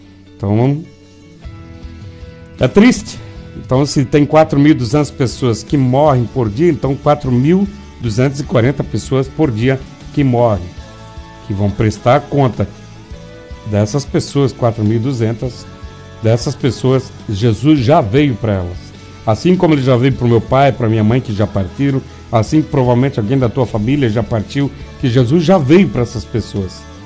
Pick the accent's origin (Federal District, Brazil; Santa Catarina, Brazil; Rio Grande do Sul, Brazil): Santa Catarina, Brazil; Joinville; now in Itaió, Brazil; Eu era de Joinville e vim pra cá agora há pouco tempo aí. Há 16 anos aqui, com vocês aqui na cidade de Itaió.